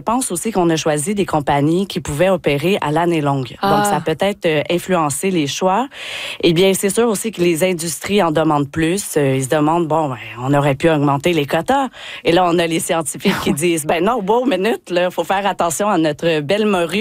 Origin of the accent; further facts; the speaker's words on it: Quebec, Canada; accent: Québécois; vous pouvez l'entendre par mon accent, je suis québécoise